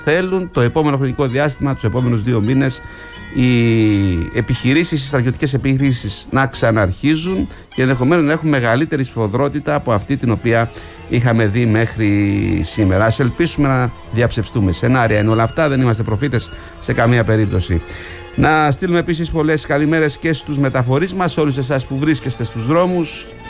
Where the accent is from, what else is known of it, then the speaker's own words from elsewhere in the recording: Greece; ως Έλληνες